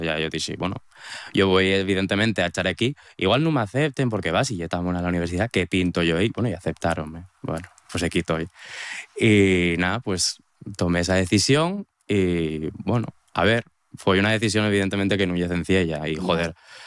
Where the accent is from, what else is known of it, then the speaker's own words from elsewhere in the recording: Asturias, Spain; moved away as an adult; now in Netherlands; como de las personas que somos de Asturias, que marchamos